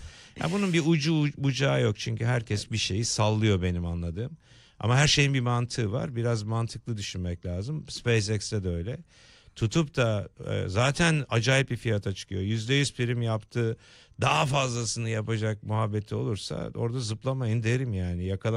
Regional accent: Istanbul, Turkey; born there; Ben bir varoş çocuğuyum, hep bunu söylerim. Zeytinburnu'nda doğdum.

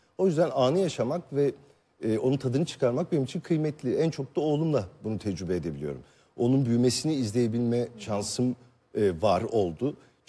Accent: Kadıköy, Istanbul, Turkey; Ben doğup büyüdüğüm yerde oturuyorum hala. Kadıköy'deyim, Kadıköylüyüm ve orayı çok seviyorum.

